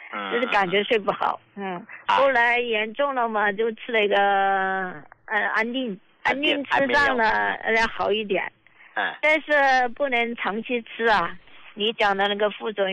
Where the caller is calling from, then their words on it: Chongqing, China; 我是重庆这边的患者。我也是你们的老用户了呀。